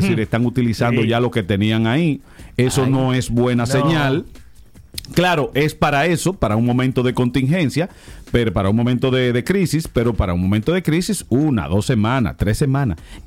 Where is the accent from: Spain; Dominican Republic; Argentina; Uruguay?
Dominican Republic; moved away; aquí somos menos los dominicanos que estamos en el exterior.